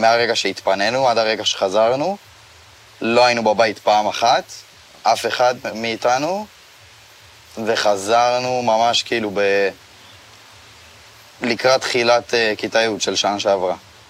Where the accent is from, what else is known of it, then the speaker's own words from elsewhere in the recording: Kiryat Shmona, Northern District, Israel; גם ככה היינו תמיד כאילו איזה עיר קטנה כזאת שאין בה יותר מדי